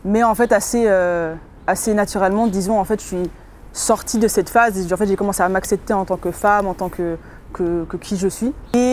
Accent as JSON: {"language": "French", "country": "Switzerland", "also_born_or_lived": "England", "said": "je viens de la Suisse et voici mon témoignage. Je suis née en Suisse. D'une mère qui est moitié allemande, moitié anglaise et d'un père qui est suisse. J'ai grandi un peu en Angleterre, un peu en Suisse."}